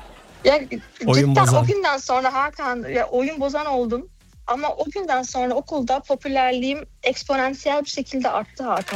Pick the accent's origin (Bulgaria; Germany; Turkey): Germany; Evet, Almanya'da doğdum. Almanya'da büyüdüm.